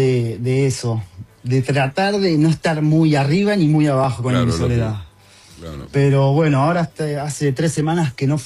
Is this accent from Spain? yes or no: no; Buenos Aires, Argentina; moved away as an adult; also born or lived in France; now in Australia